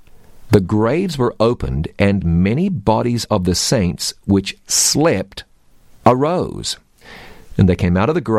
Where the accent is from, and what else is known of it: New Zealand